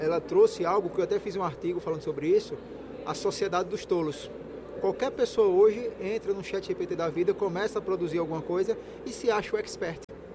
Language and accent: Portuguese; Northeast Region, Brazil